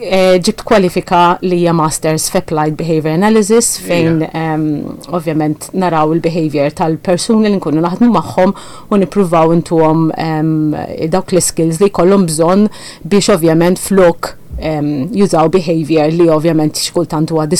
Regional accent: Birkirkara, Central Region, Malta; Mal-ġenituri tiegħi kont noqgħod bil-Kirkara, għamil żmien twil ngħix hemmhekk, kont immur skola l-Imrieħel, il-Junior Lyceum, viċin ħafna kont nimxi għall-iskola

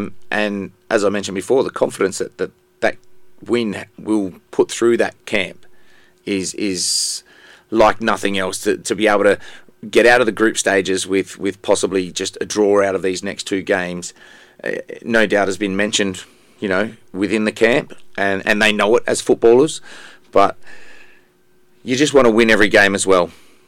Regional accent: Australia; being an Australian

